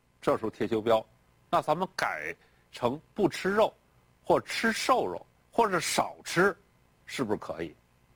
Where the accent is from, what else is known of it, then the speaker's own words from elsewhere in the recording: China; 我们中国人